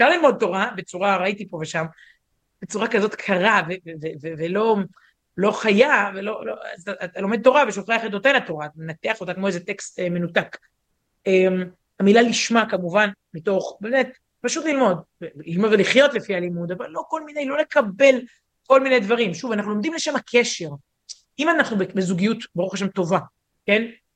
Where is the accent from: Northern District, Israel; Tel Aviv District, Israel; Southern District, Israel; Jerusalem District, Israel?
Tel Aviv District, Israel; Herzliya; נערה שהייתי מהרצליה